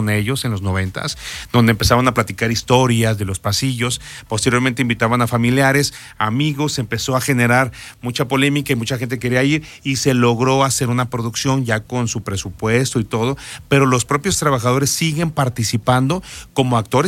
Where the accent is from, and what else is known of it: Mexico